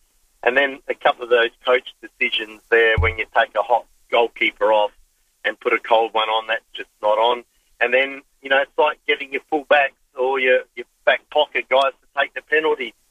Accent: Australia; Very, very disappointing as an Australian soccer fan, that's for sure.

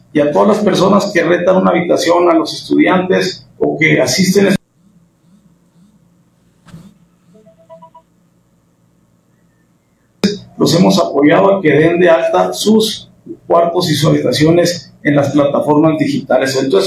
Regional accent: Hidalgo del Parral, Chihuahua, Mexico; Parral está siendo muy visitado, somos una ciudad muy bonita, ahí los esperamos.

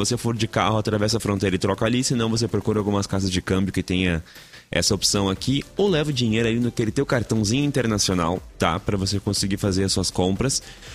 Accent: Brazil; A gente é brasileiro, gente.

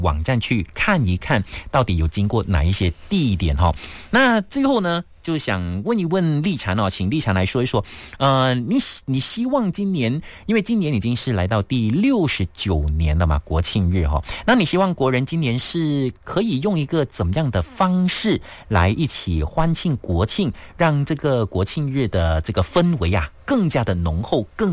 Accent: Malaysia; 我们马来西亚人

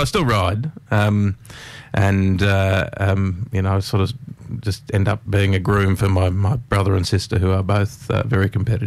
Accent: Balmain, New South Wales, Australia; I grew up in Balmain, but, you know, we always got sent to the country

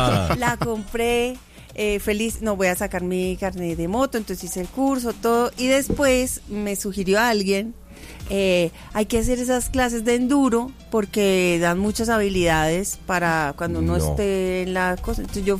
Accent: Medellín, Antioquia, Colombia; also born or lived in Cali; Pues nací en Cali, pero no me criaron allá, sino que me criaron en Medellín, entonces soy caleña chiviada, soy paisa.

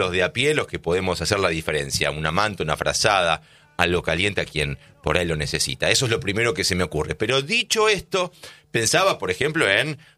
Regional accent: Argentina; Amo a mi país. Soy, como dijo Pochettino, 200, 300% argentino.

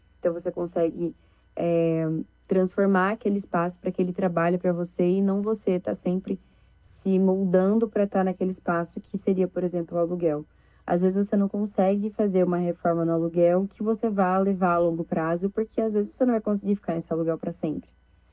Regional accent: Uberlândia, Minas Gerais, Brazil; eu tenho 23 anos, sou de Uberlândia, Minas Gerais

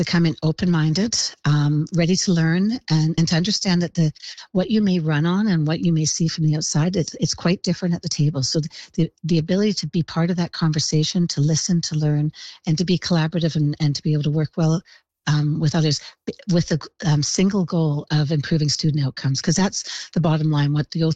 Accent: West Vancouver, British Columbia, Canada; I'm from West Vancouver. Our budget's about $100 million a year.

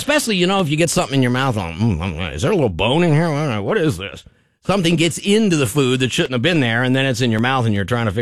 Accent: Fairfield, Ohio, United States; Read about a kid in my hometown of Fairfield, Ohio, that has not eaten lunch in the cafeteria.

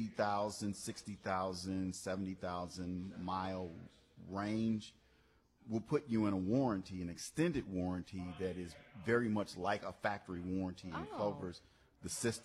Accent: Chicago, Illinois, United States; now in Detroit, United States; I'm from Chicago. And so where I grew up, I mean, you could catch the bus anywhere.

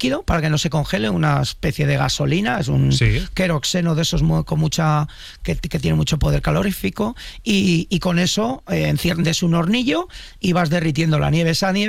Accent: Íscar, Castile and León, Spain; Soy castellano y ahí nos hacemos duros.

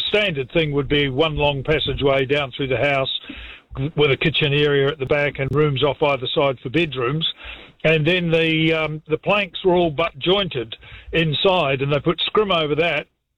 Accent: West Coast, New Zealand; I grew up on the West Coast back in the late 40s, early 50s

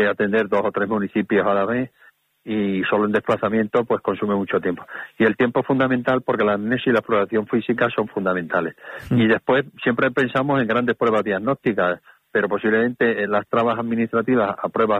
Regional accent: Extremadura, Spain; yo soy extremeño y ocurre lo mismo, ¿no?

